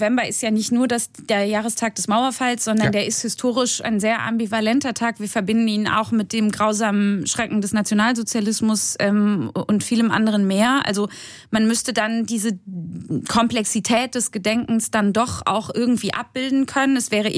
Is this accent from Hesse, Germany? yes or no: no; Rhineland-Palatinate, Germany; Also ich bin in Rheinland-Pfalz groß geworden